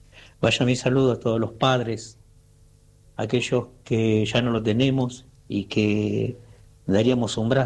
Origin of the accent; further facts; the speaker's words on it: Merlo, Buenos Aires Province, Argentina; Les mando un saludo … soy de Merlo. Feliz día. Papá correntino